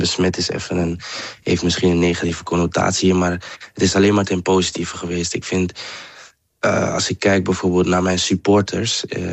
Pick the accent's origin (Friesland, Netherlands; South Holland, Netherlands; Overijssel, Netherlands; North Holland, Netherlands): North Holland, Netherlands; Amsterdam; Ik ben opgegroeid in Amsterdam-Oost.